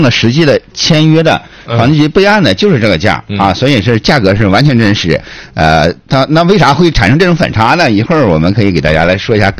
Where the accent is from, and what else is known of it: Changchun, Jilin, China